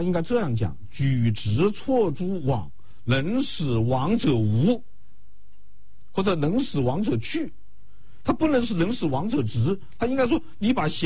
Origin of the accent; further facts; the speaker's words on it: China; 我们中国人的这个学习方式和现在是不一样的